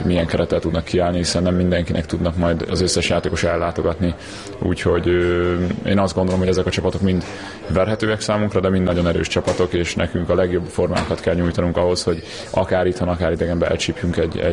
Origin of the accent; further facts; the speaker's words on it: Hungary; magyarok vagyunk